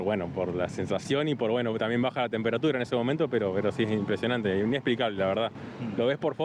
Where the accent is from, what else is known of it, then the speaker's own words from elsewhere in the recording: Argentina; Vine de Argentina a verlo y nada